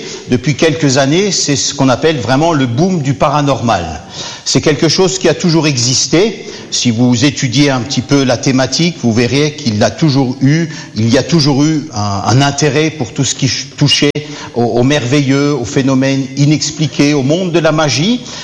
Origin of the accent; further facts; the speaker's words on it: Strasbourg, Grand Est, France; Il fait bien doux chez vous, bien agréable par rapport à l'est de la France, Strasbourg, d'où je viens.